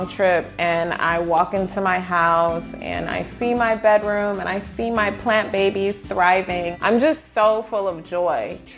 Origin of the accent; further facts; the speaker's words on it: Detroit, Michigan, United States; So I love Detroit. I'm born and raised in Detroit. I can live anywhere in the world and I choose to be here.